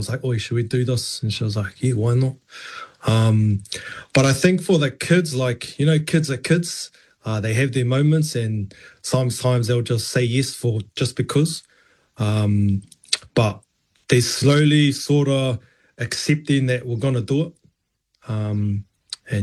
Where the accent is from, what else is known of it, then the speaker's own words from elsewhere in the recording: Auckland, New Zealand; born and raised in Auckland, first generation. Mum and dad were born in Niue.